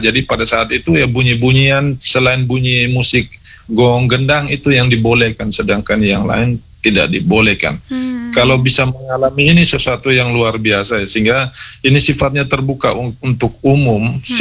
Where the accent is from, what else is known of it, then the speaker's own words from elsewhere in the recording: East Nusa Tenggara, Indonesia; Kami anak-anak Ngela, para musalaki